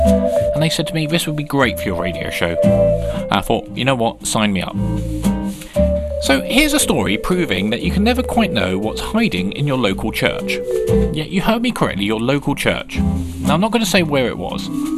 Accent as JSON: {"language": "English", "country": "United Kingdom"}